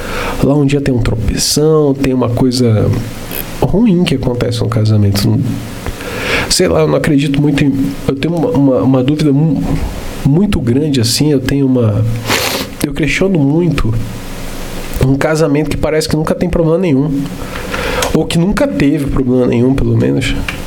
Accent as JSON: {"language": "Portuguese", "town": "Belém", "region": "Pará", "country": "Brazil", "tie": "born or raised there", "also_born_or_lived": "Macapá", "said": "Eu sou nascido e criado na região norte do país. Eu sou nascido em Macapá, fui criado em Belém do Pará."}